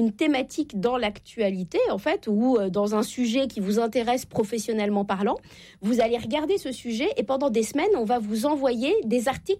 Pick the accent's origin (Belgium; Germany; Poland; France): France; Normandy; Je viens de la Normandie.